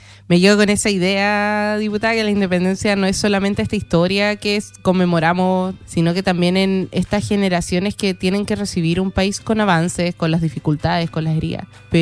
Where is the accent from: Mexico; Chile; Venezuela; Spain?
Chile